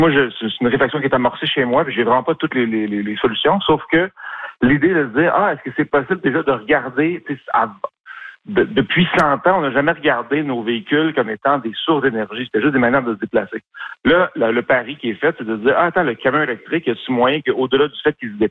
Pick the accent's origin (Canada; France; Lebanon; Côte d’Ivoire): Canada; Montreal, Quebec; born or raised there